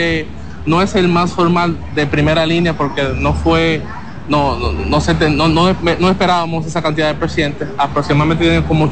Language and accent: Spanish; Dominican Republic; moved away as an adult; now in Caracas, Venezuela; al igual como dominicanos representando nuestro país aquí